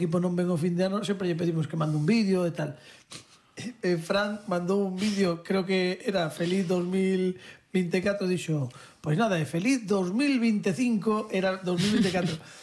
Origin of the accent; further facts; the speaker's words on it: Vigo, Galicia, Spain; Digo, eu son de Vigo, de toda...